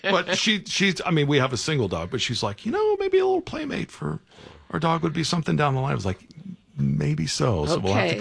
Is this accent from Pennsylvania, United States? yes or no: no; Florida, United States; I'm from Florida.